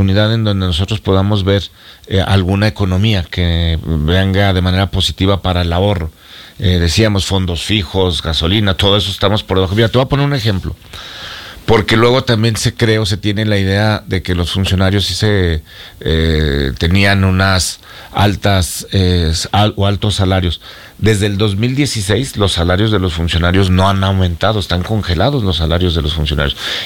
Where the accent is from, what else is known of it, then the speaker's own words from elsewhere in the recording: Zacatecas, Mexico; born there; Y tú sabes, los que somos zacatecanos de nacimiento, Pancho, nuestras uh-huh. familias numerosas